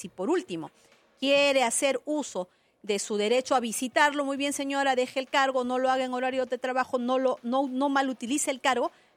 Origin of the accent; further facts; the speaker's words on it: Ayacucho, Peru; Yo soy una mujer ayacuchana huamanguina, amante de mi cultura, de mi tradición.